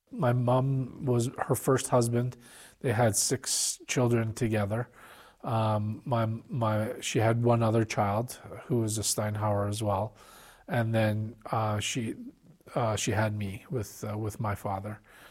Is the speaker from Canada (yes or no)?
yes; Edmonton, Alberta, Canada; I was born in Edmonton, raised in Edmonton, lived there most of my life